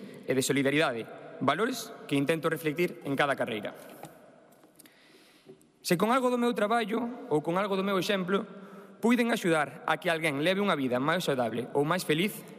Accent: Viveiro, Galicia, Spain; born there; Eu nacín en Viveiro, terra da que me sinto profundamente orgulloso. Galicia está no meu corazón e tamén na miña identidade.

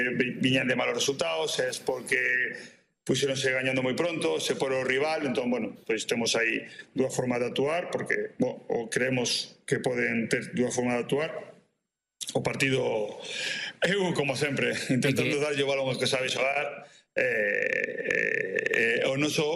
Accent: Ourense, Galicia, Spain; Non me podo comparar en ourensanismo a esa xente, pero son de Ourense, son ourensanista, obviamente, por lo que vivín. Eu iba con meu pai ao Couto nos 80.

